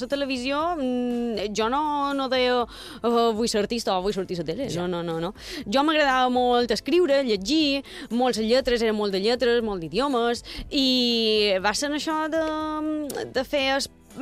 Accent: Sant Ferriol, Balearic Islands, Spain; Jo soc de Sant Ferriol, tota la vida he viscut a Sant Ferriol.

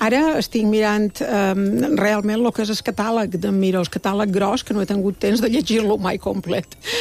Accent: Palma, Balearic Islands, Spain; Som d'aquí, som de Palma.

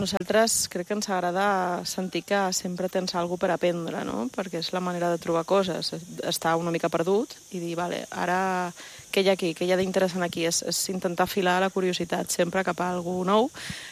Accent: Ibiza, Balearic Islands, Spain; a mi, com a eivissenca, jo no havia descobert el cant redoblat

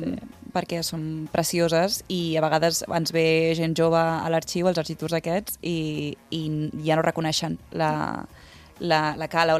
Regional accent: Barcelona, Catalonia, Spain; now in Mallorca, Spain; Jo no he estat encara, és que jo soc de Barcelona, però clar, ara estic vivint aquí i estic descobrint coses meravelloses.

